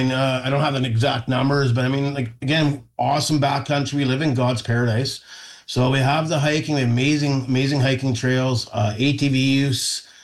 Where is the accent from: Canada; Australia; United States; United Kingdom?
Canada; Edmonton, Alberta; I grew up in Edmonton.